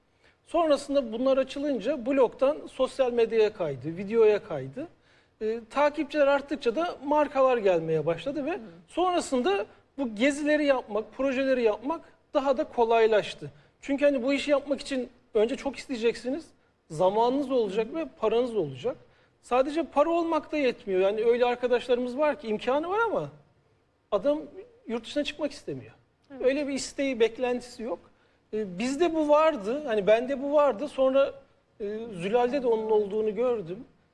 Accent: Samsun, Turkey; Evet, evet. Yani ben Samsunluyum. Böyle deniz kenarında yaşayabiliyoruz.

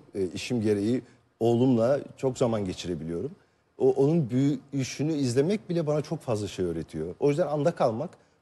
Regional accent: Istanbul, Turkey; Ben doğup büyüdüğüm yerde oturuyorum hala. Kadıköy'deyim, Kadıköylüyüm.

